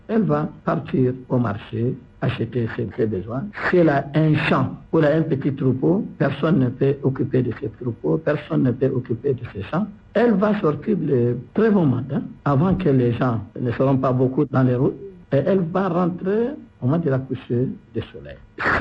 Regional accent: Chad; Chez nous, au Tchad, la femme, avant, elle prend des tissus blancs.

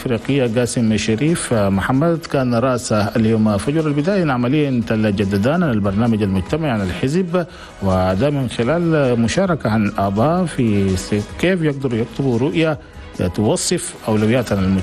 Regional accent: Chad; أنا بلدنا تشاد

